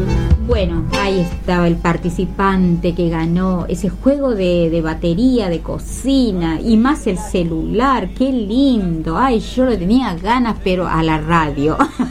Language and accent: Spanish; Totora, Santiago del Estero, Argentina; de Totora, de donde soy yo.